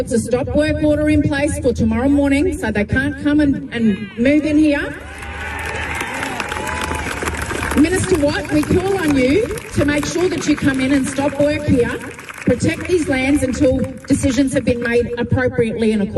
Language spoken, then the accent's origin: English; Queensland, Australia; now in Brisbane, Australia; I'm a Kanju, very witty woman from North Queensland, born and bred on Darumbal country in central Queensland, but I now reside here in Brisbane on Magunjan country.